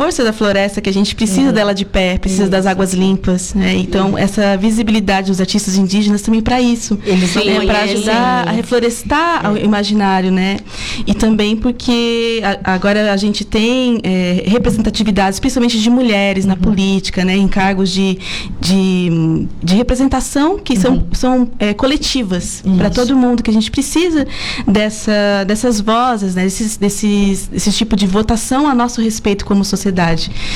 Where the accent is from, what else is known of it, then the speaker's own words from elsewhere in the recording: Brazil; Eu falo parcialmente guarani, porque eu já fui criada no Brasil e falo guarani só em casa com a minha mãe, né?